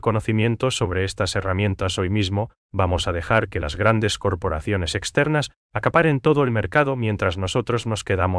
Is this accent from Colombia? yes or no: no; Paraguay; nos caracteriza como paraguayos.